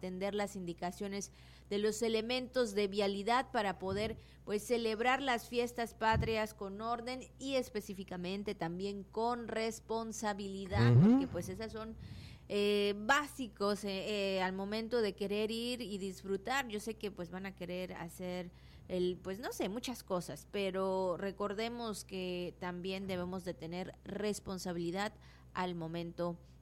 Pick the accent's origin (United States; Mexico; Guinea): Mexico; como mexicanos de sentirnos contentos, orgullosos